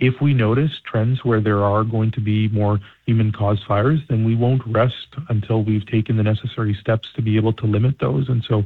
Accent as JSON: {"language": "English", "region": "British Columbia", "country": "Canada", "said": "Now is the time for us as British Columbians to dig deep and do our part as well."}